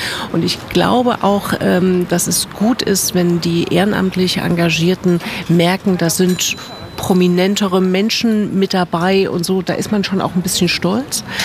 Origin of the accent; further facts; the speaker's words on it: Leipzig, Saxony, Germany; als Leipzigerin